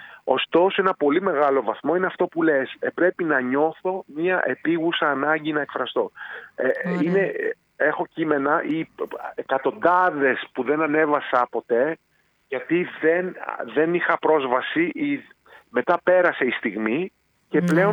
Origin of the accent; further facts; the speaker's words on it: Chalkida, Central Greece, Greece; το χωριό μου, η Χαλκίδα δηλαδή.